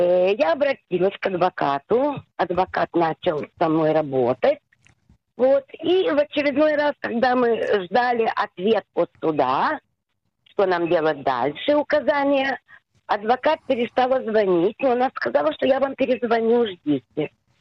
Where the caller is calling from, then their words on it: Tel Aviv, Tel Aviv District, Israel; Я звоню с Тель-Авива